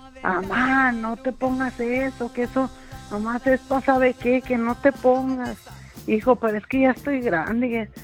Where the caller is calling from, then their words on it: Mexico; soy mexicana.